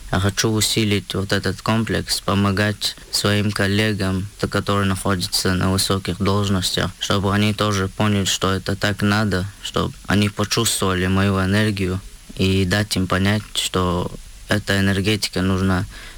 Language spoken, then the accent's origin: Russian; Shuani, Chechen Republic, Russia; После завершения службы я приехал в родное село Шуани, еще оно называется.